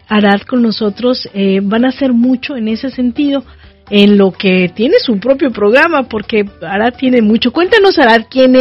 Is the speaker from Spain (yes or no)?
no; Mexico; todos los mexicanos, la mayoría somos personas de fe.